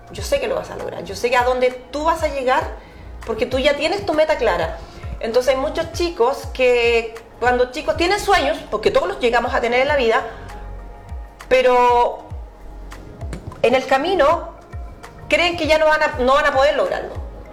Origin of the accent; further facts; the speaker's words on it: Chile; uno siendo chilena, tener la posibilidad de representar a Chile es maravilloso.